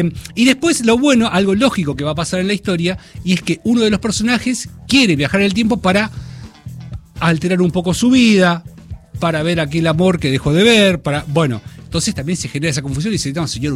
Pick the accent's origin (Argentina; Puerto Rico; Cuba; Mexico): Argentina; Bahía Blanca, Buenos Aires Province; moved away; Van a ir ahí a mi ciudad natal, a mi terruño, a Bahía Blanca.